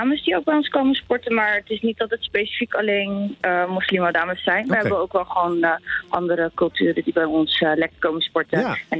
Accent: Capelle aan den IJssel, South Holland, Netherlands; want ik kom origineel uit Capelle.

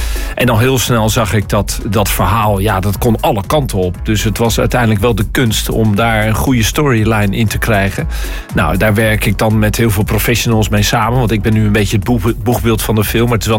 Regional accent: Rotterdam, South Holland, Netherlands; ik ben zelf geboren en getogen in Rotterdam. Ik woon bijna mijn hele leven al in Rotterdam.

